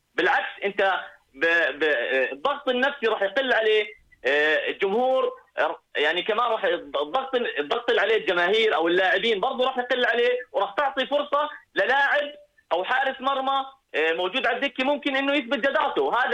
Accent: Jordan; من حقنا كأردنيين وكشارع أردني

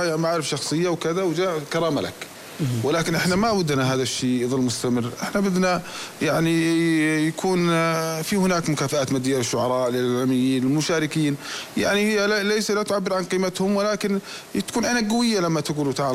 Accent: Jordan

